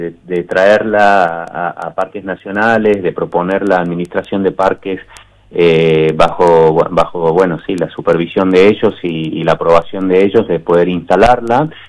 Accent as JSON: {"language": "Spanish", "country": "Argentina"}